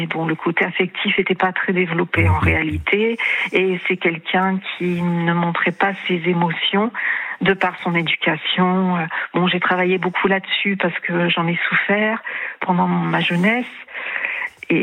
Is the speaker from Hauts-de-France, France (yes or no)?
yes; Hauts-de-France, France; now in Charente-Maritime, France; Alors, à la base, je suis originaire du Pas-de-Calais.